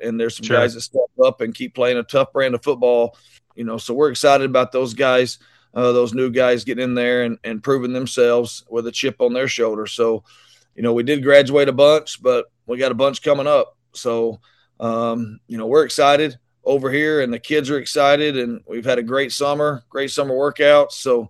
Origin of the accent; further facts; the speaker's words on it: Winnsboro, Texas, United States; moved away as an adult; I'm born and raised in Winnsboro and been blessed and fortunate enough to get to come back and coach in my hometown.